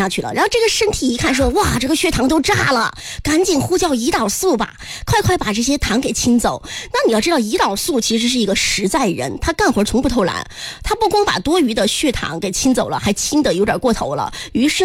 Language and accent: Chinese; Sichuan, China; accent: Sichuan dialect; 这是我们四川的方言，有些小伙伴听得懂。